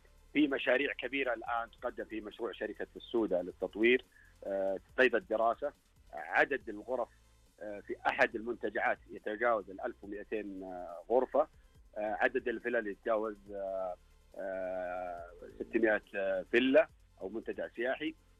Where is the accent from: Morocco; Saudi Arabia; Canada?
Saudi Arabia; Abha, Asir; سوق الثلاثاء مثلا عندنا في أبها